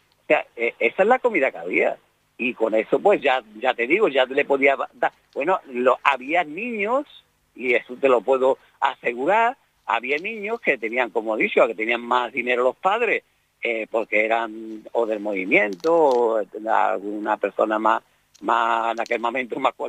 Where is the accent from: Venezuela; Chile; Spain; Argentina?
Spain; Andalusia; mi pueblo está separado de Sevilla, unos 8 o 9 kilómetros